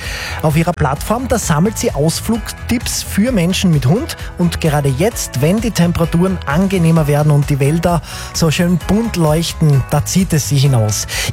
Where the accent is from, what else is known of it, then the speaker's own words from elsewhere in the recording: Styria, Austria; Es gibt so viele schöne Wandermöglichkeiten bei uns in der Steiermark.